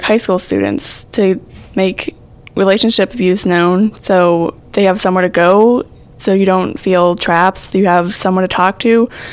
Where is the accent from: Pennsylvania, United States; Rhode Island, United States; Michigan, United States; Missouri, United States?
Pennsylvania, United States; South Allegheny; I'm 16 from South Allegheny.